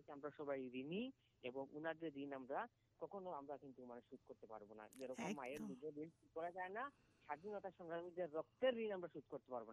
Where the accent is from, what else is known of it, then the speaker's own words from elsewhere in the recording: India; born there; আজকে আমি ভারতবর্ষে জন্মগ্রহণ করেছি